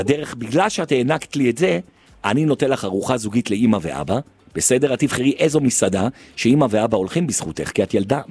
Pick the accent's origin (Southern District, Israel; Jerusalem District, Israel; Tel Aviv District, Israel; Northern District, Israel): Jerusalem District, Israel; Jerusalem; אני מירושלים.